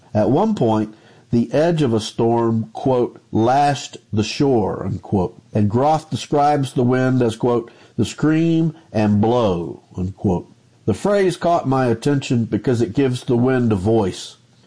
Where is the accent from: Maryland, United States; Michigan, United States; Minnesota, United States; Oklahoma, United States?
Oklahoma, United States; Goodwill; from Goodwill, Oklahoma